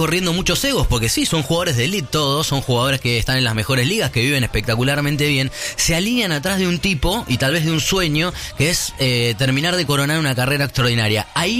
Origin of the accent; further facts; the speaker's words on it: Argentina; somos argentinos, es nuestro ADN